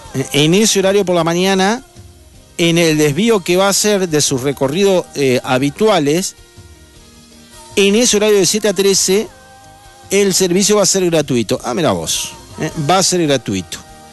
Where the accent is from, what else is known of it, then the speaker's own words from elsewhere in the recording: Argentina; vivirlo con pasión como somos los argentinos